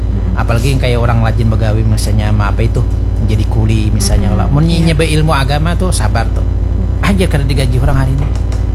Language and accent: Indonesian; South Kalimantan, Indonesia; kebiasaan orang kita Banjar ini kan inya Bu Ay, kayak istilahnya aku najar